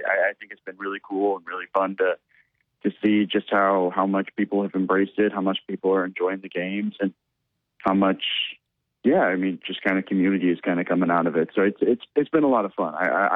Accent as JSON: {"language": "English", "town": "St. Louis", "region": "Missouri", "country": "United States", "tie": "born or raised there", "said": "I mean, like, I grew up in St. Louis, so, I mean, not super far away."}